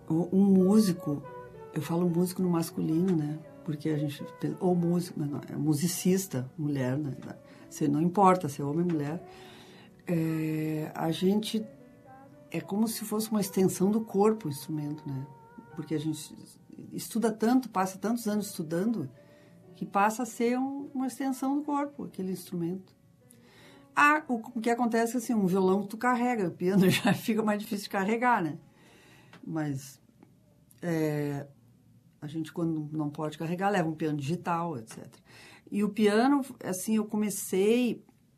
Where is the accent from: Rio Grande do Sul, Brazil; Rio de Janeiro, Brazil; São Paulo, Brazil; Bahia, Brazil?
Rio Grande do Sul, Brazil; Nova Prata; moved away; also born or lived in Caxias do Sul / Porto Alegre; eu sou de Nova Prata.